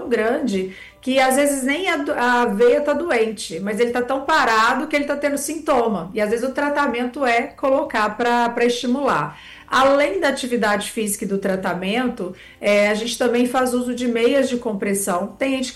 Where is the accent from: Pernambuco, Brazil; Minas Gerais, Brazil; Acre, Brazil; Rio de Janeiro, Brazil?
Minas Gerais, Brazil